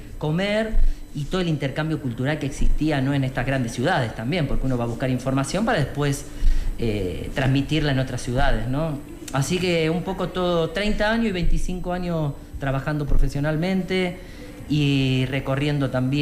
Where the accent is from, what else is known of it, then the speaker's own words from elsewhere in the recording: Argentina; moved away as an adult; also born or lived in Buenos Aires; hace 30 años que me fui a estudiar, a formarme a Buenos Aires, de mi pueblo.